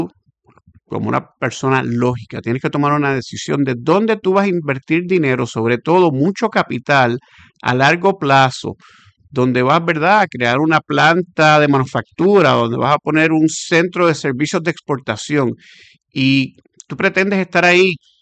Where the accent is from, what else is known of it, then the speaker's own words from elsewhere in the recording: Puerto Rico; nuestros problemas como puertorriqueños